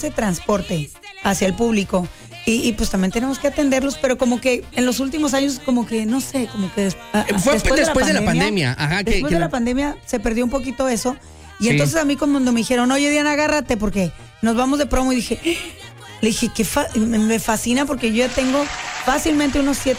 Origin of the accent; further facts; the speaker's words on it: La Paz, Baja California Sur, Mexico; born there; moved away as an adult; also born or lived in Mexico City / Chicago; en mi tierra, en La Paz, Baja California Sur, está más caliente que Veracruz.